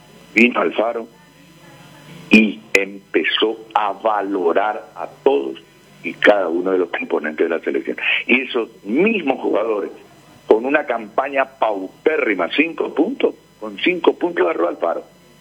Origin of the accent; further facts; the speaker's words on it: Paraguay; porque es parte de nuestra cultura, de nuestra idiosincrasia como paraguayo.